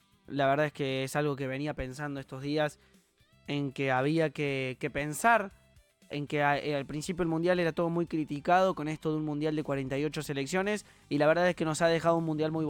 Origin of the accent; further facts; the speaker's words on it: Argentina; Nuestra, como hinchas argentinos, ante esa semejante decisión.